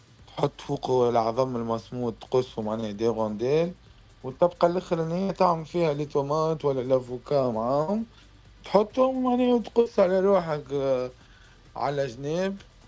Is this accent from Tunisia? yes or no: yes; Tunisia; now in Guangzhou, China; احنا تونسي